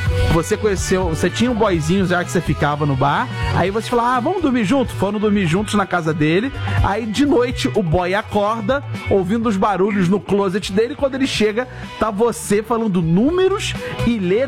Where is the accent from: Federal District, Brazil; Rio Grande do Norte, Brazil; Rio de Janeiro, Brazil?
Rio de Janeiro, Brazil; born there; Eu também me reconheço como carioca e nasci na Tijuca